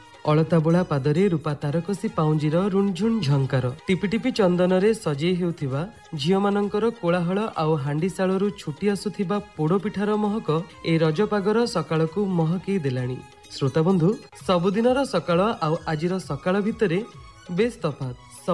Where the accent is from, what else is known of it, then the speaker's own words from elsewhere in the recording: Odisha, India; ଆମେ ଓଡ଼ିଆ ଏଠି ସବୁ କଥାରେ ରଜ ମଉଜ ଖୋଜୁ